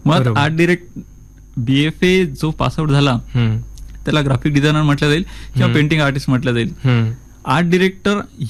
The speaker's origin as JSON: {"language": "Marathi", "town": "Yavatmal", "region": "Maharashtra", "country": "India", "tie": "born or raised there", "also_born_or_lived": "Nagpur / Mumbai", "moved": "yes", "said": "मूळ माझं गाव यवतमाळचं"}